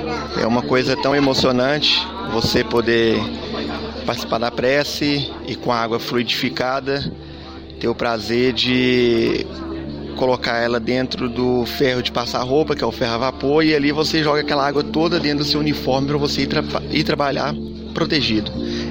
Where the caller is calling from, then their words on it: Patos de Minas, Minas Gerais, Brazil; eu sou de Patos de Minas, Minas Gerais.